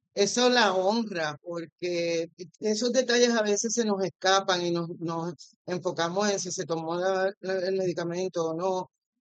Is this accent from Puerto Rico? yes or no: yes; San Juan, Puerto Rico; tú sabes que yo vengo de la barriada San José, o sea, vengo mi familia viene del Fanguito